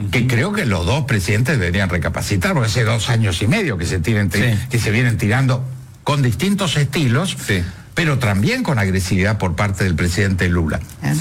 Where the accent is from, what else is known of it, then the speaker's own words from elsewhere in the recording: Argentina; Obviamente lo que más tenemos que cuidar la relación somos los argentinos